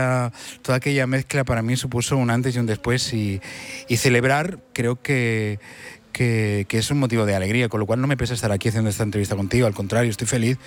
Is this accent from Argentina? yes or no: no; Badalona, Catalonia, Spain; aunque nací en Badalona, crecí en un barrio muy andaluz, ¿no?